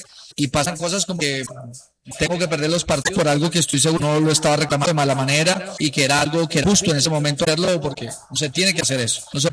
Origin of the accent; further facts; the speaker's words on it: Bogotá, Colombia; Mi familia es simplemente santafereña, soy bogotano.